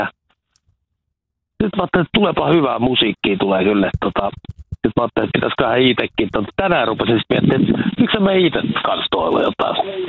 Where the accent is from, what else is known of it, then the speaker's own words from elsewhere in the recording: Lahti, Päijät-Häme, Finland; moved away as an adult; now in Kouvola, Finland; En, mä Lahdesta kotoisin, että 2003 muutin tänne Kouvolaan ja kiersin koko Kouvolaan ympäri ja sitten asetuttiin perheen kanssa tähän Korjalle 2016.